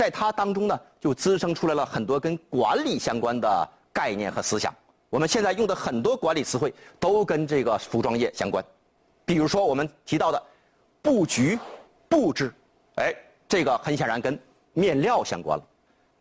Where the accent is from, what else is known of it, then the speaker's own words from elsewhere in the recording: China; 我们中国人